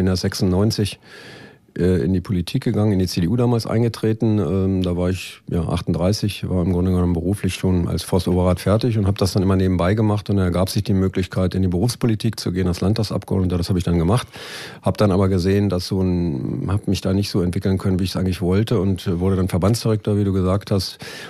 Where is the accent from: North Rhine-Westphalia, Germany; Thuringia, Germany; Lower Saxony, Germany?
Lower Saxony, Germany; Braunschweig; Ja, ich denke, das kann man so sagen. Mein Vater hat sich mal die Mühe gemacht, einen Stammbaum zu erarbeiten. Also meine Familie wohnt schon seit ja wirklich hunderten von Jahren in Querum. Ich bin alter Querumer und damit